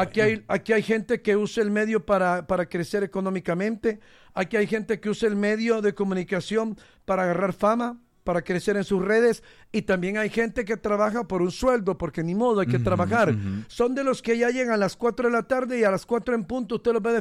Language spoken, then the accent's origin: Spanish; Honduras; Es que yo soy hondureño.